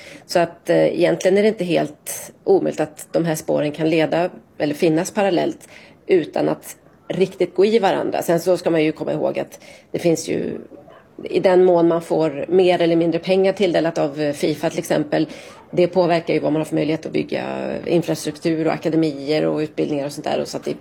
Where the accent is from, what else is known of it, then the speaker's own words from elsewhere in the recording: Sweden; Och jag kommer ihåg en hel del från det, såklart. Men som svensk så var det ju liksom inget favorit-VM.